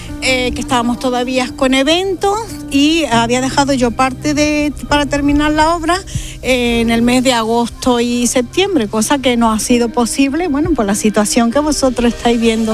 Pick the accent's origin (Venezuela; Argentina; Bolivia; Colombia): Argentina; now in Ceuta, Spain; Mira, yo soy argentina y yo he notado en la gente en Ceuta el sentimiento que teníamos los argentinos cuando hemos vivido el corralito.